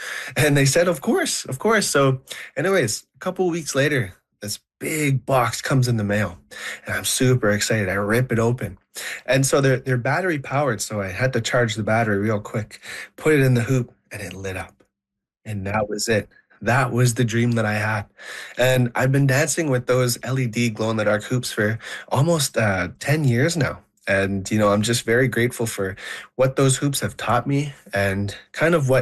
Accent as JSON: {"language": "English", "town": "Ottawa", "region": "Ontario", "country": "Canada", "tie": "born or raised there", "said": "So what we did was we actually went back to the community where we grew up in Ottawa"}